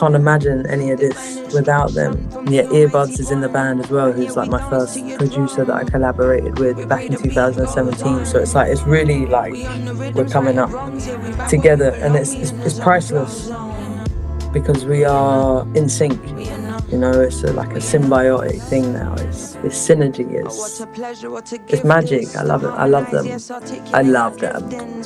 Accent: London, United Kingdom; also born or lived in seaside town; You know, I was born in London. I left London when I was around 11 or 12 and moved outside of London to like a seaside town. I did a lot of moving around as a kid. I moved back to London at 14 and back to the seaside

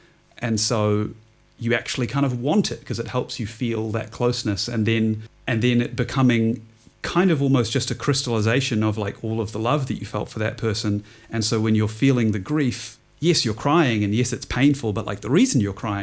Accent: Auckland, New Zealand; also born or lived in Wellington; Like for me, I had lived in Wellington before, and I grew up in Auckland, so I'd lived in a different city

